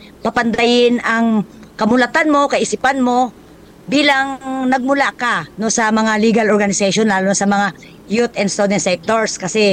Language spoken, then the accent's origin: Tagalog; Iloilo, Western Visayas, Philippines; moved away as an adult; ako po ay taga Iloilo. No, wala pa akong kamag-anak, wala akong kakilala, wala akong kadugo. Ni salitang Ilocano, hindi ko po alam ang salita, no, ng Ilocano, kasi ako ay purong Ilongga po, no, from Region 6.